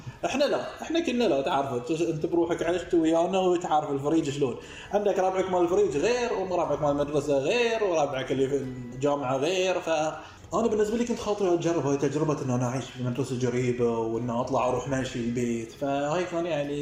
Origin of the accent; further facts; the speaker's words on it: Manama, Capital Governorate, Bahrain; ولد في فريج الفاضل وعشت في فريج الفاضل لما بلغت تقريبا 15 أو 16، فكانت مجمل طفولتي في المنامة وأنحاء المنامة وفرجان المنامة كلها.